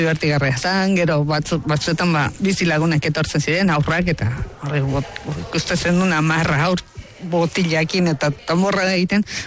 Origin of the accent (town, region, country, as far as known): Mexico; Basque is a second language